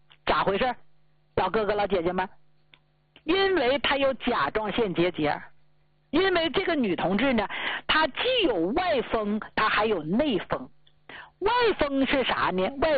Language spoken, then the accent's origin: Chinese; Northeast China, China; 所以为啥出去咱们东北人，黑龙江、吉林、辽宁、内蒙啊，这都咱们东北人吗？